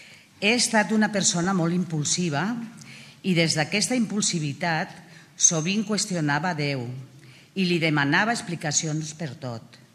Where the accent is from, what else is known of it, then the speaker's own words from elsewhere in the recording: Barcelona, Catalonia, Spain; soy de Barcelona.